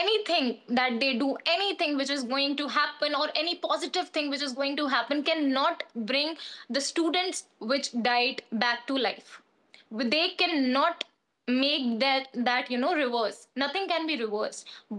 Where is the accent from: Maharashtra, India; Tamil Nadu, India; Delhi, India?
Delhi, India; I know I'm from